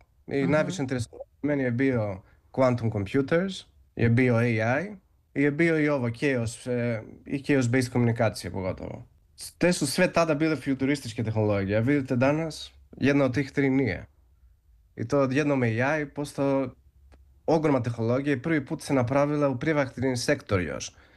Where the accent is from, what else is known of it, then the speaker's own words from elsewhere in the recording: Greece; Zato, kao Srbin, i što sam porastao u Grčkoj, ovdje sam puno se adaptirao na ovu grčku kulturu, slično kao srpskom.